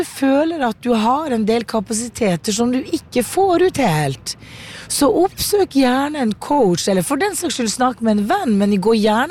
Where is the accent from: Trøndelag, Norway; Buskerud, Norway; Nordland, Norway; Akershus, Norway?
Nordland, Norway; Susendal; Altså, jeg er jo fra Nord-Norge opprinnelig, selv om dialekten er litt utvannet.